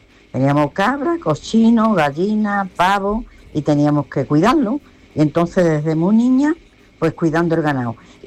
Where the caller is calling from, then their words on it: Alcalá de Guadaíra, Andalusia, Spain; ya voy por 62 años, soy … de Alcalá, de Guadaira